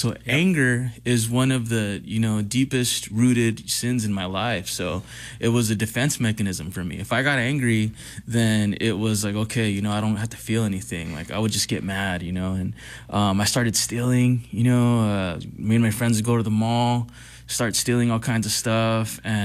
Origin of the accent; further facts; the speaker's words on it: El Monte, California, United States; So I grew up in Cali.